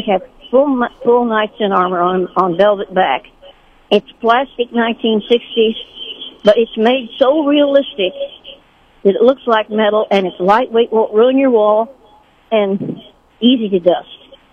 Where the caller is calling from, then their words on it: Sedalia, Missouri, United States; Yes, I am calling from Sedalia.